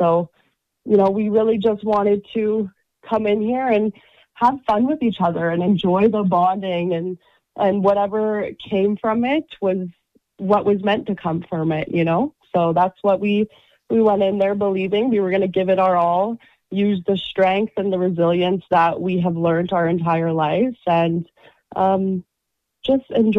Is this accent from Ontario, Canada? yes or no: no; Edmonton, Alberta, Canada; I was raised in Edmonton here.